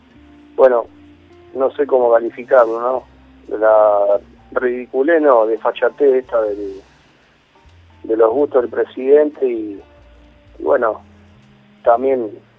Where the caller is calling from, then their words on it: Rosales, Argentina; de Rosales.